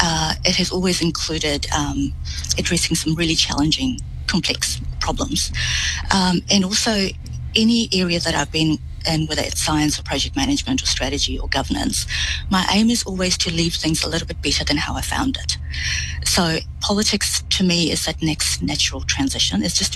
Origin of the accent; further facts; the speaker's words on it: Auckland, New Zealand; moved away as an adult; also born or lived in Fiji; now in Dunedin, New Zealand; So I grew up in South Auckland. The last high school I went to was Onehunga. Moved to Dunedin for university